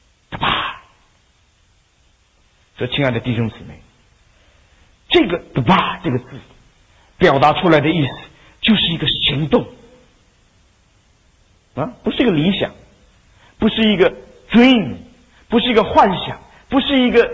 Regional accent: China; 我们中国人说，说谢谢还见外，对不对？

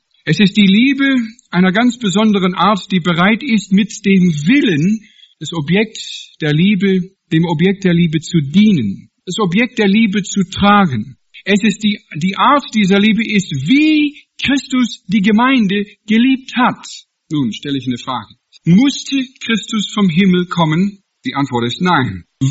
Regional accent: Washington, United States; German is a second language; Ich komme ja aus dem Wilden Westen in den Vereinigten Staaten, von einem Indianerreservat. Meine Eltern wohnen noch heute auf einem Indianerreservat in dem Bundesstaat Washington.

